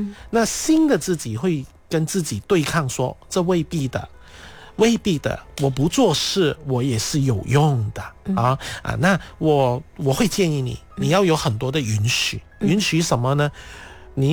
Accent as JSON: {"language": "Chinese", "region": "Guangdong", "country": "China", "first_language": "Cantonese", "said": "可能你是福建话的，我是广东话的"}